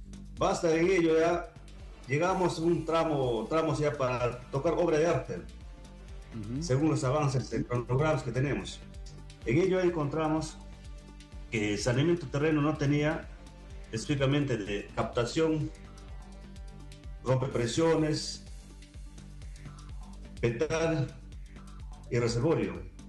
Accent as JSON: {"language": "Spanish", "town": "Colcabamba", "region": "Ancash", "country": "Peru", "tie": "born or raised there", "said": "yo soy de Colcabamba, nacido y crecido"}